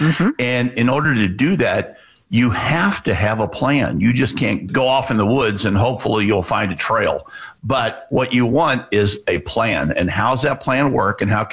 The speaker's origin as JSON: {"language": "English", "town": "Garden Plain", "region": "Kansas", "country": "United States", "tie": "born or raised there", "moved": "yes", "lives_now": "St. Louis, United States", "said": "going back to my hometown in Garden Plain, Kansas, and celebrating the 4th of July with family and friends."}